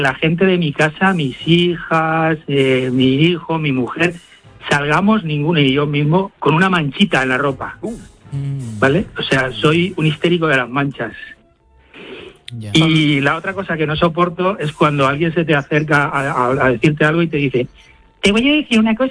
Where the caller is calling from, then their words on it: Valencia, Valencian Community, Spain; de Valencia.